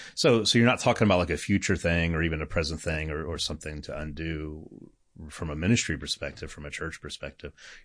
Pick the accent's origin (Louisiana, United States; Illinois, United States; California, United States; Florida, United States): Louisiana, United States; New Orleans; Well, I'm from New Orleans originally.